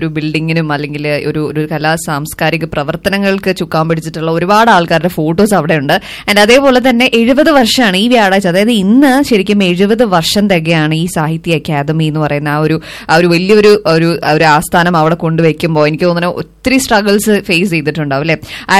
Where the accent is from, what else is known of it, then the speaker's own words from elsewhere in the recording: Thrissur, Kerala, India; ഞാനൊരു തൃശ്ശൂർക്കാരിയാണ്